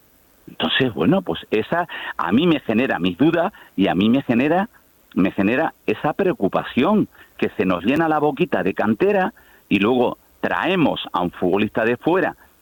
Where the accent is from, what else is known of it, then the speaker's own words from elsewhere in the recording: Icod de los Vinos, Canary Islands, Spain; que el drago de mi pueblo, el milenario, dico de los vinos.